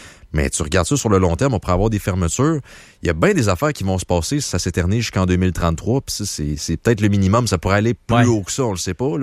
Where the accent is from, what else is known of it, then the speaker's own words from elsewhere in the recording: Quebec, Canada; Tu sais, moi, je suis de la Rive-Sud.